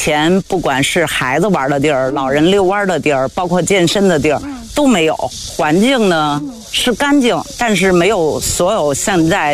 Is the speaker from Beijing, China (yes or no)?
yes; Beijing, China; 48年都拐弯了，土生土长的沙陀村人。